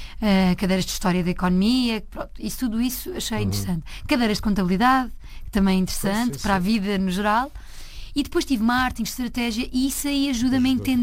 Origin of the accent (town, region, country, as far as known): Azeitão, Setúbal, Portugal; born or raised there; moved away as an adult